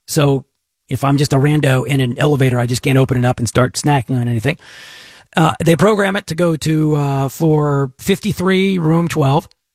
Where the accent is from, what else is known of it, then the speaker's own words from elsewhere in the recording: Texas, United States; when I was a kid growing up in Texas and my parents made me mow their lawn?